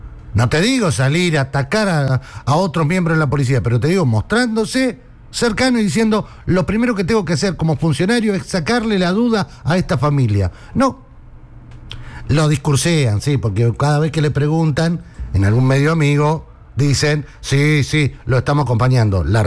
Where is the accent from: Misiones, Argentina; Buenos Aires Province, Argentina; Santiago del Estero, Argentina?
Buenos Aires Province, Argentina; Berisso; Y como somos parte de la Argentina, Berisso está peor.